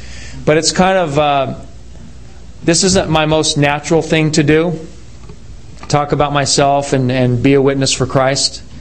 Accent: Seattle, Washington, United States; born there; I was born in Seattle, Washington, to an unwed mother.

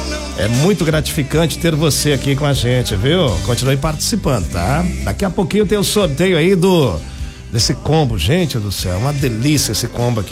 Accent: Cianorte, Paraná, Brazil; born there; moved away; Cianorte foi a cidade que eu nasci, viu, gente? Eu nasci em Cianorte, meus documentos são todos de Cianorte.

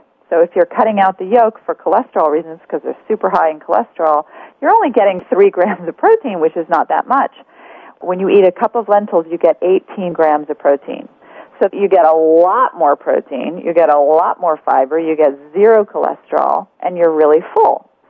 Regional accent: Georgia, United States; I grew up in the South in Georgia, and I grew up eating chicken fried steak and barbecued ribs and every kind of cheese possible.

